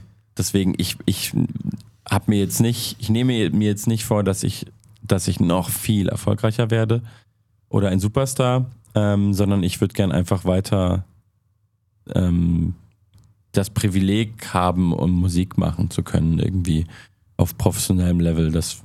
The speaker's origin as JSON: {"language": "German", "town": "Munich", "region": "Bavaria", "country": "Germany", "tie": "born or raised there", "lives_now": "Berlin, Germany", "said": "ich bin ja nicht in Berlin aufgewachsen, sondern in München."}